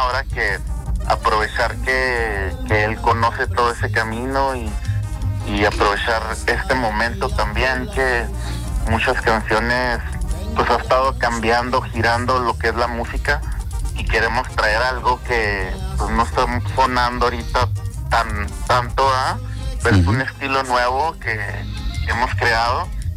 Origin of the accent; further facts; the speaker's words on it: Ciudad Juárez, Chihuahua, Mexico; Y yo soy de Juárez. Yo soy un niño que creció en Juárez.